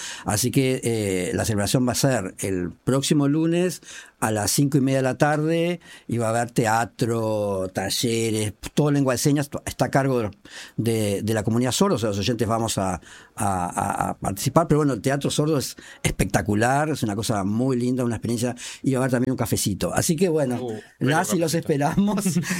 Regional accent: Montevideo, Uruguay; somos montevideanos

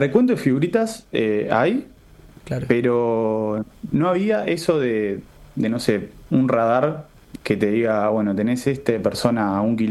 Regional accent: Uruguay

